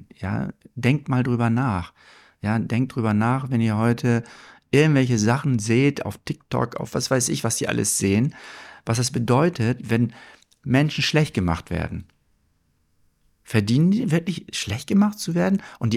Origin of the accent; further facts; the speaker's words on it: Germany; Ich bin ja aufgewachsen in Deutschland und bin in der Schule in Geschichte sehr mit der deutschen Geschichte konfrontiert worden, was ja persönlich mit mir und mit meiner Herkunft nichts zu tun hatte.